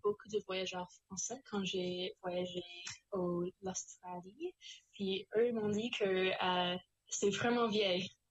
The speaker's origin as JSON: {"language": "French", "region": "New Brunswick", "country": "Canada", "accent": "Acadian French", "said": "Je viens de Nouveau-Brunswick au Canada."}